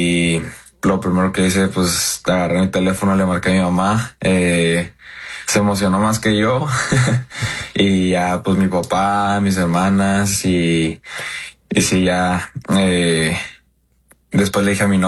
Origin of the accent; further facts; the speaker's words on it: Mexico; Sí, no, un sueño, la verdad, siendo mexicano, los Dodgers retumban en México, ¿verdad?